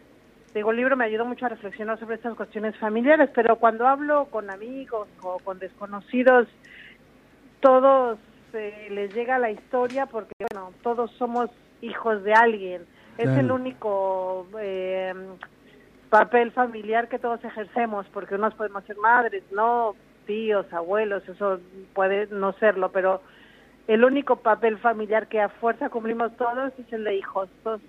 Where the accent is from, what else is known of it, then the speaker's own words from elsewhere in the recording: Mexico; mi país es muy extenso, tenemos 32 estados y cada estado tiene sus propias gastronomías locales. Y somos un país totalmente habitado